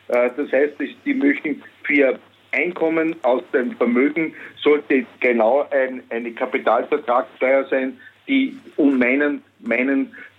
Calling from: Austria; Ich bin aus dem Salzkammergut und habe mir ein paar Zahlen angesehen

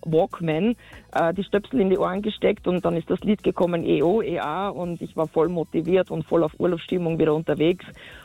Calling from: Hochfeistritz, Carinthia, Austria; Du, ich sitze da gerade bei uns daheim in Hochfeistritz unter unserem 60-jährigen Lindenbaum

